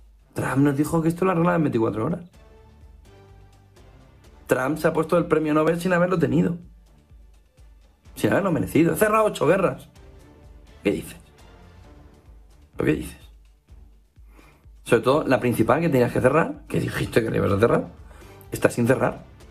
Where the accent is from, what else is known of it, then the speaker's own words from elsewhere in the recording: Alicante, Valencian Community, Spain; Todo en Alicante, en mi tierra, es pan de todos los días, de todos los veranos.